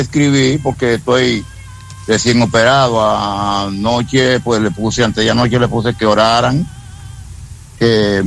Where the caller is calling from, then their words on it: Villa Altagracia, San Cristóbal, Dominican Republic; de Villa Altagracia.